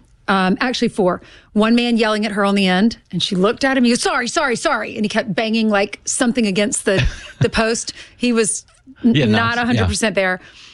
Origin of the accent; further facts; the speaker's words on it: South Carolina, United States; now in New York, United States; I mean, I grew up in South Carolina, wanted to be in New York so badly.